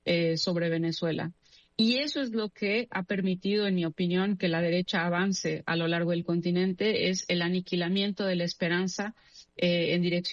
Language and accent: Spanish; Mexico; Yo soy mexicana